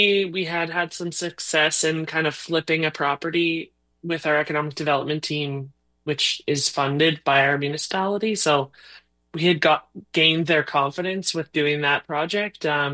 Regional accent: Hazlet, Saskatchewan, Canada; Hazlett, my hometown community

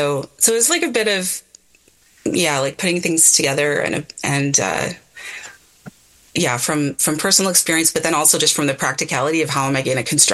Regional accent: the Valley, British Columbia, Canada; I was in the Valley. So, you know, it was really hard to get to Vancouver when I was growing up.

